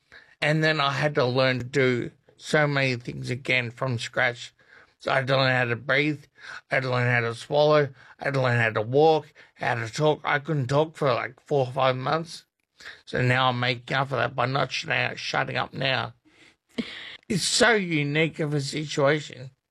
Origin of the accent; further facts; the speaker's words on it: Melbourne, Victoria, Australia; now in Darwin, Australia; I'm from Melbourne, born and bred, and I live in Darwin.